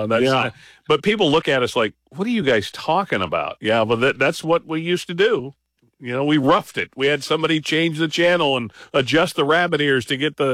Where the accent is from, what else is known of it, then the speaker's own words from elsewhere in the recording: Midwest, United States; growing up in the Midwest, you have your teams